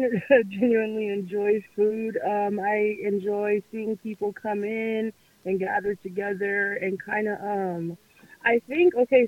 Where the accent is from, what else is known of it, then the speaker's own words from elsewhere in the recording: Los Angeles, California, United States; now in Humboldt County, United States; No, I am originally from Los Angeles, but I've done a lot of traveling. I've been down south